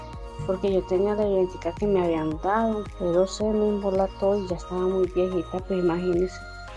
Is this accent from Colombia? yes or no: yes; Betulia, Colombia; del municipio de Betulia, Heredia, La Florida.